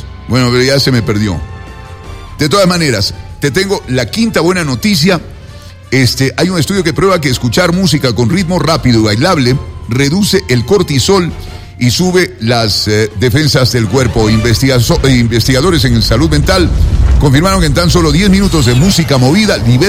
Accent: Quito, Pichincha, Ecuador

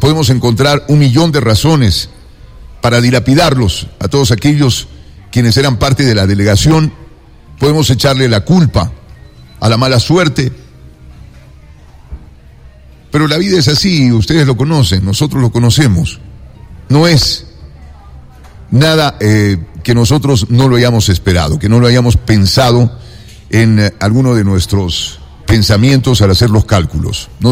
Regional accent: Ecuador

